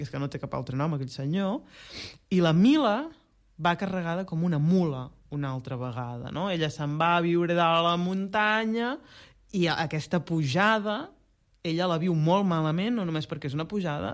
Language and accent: Catalan; Blancafort, Catalonia, Spain; quan ve mercat a Blancafort, al meu poble, jo el faig servir.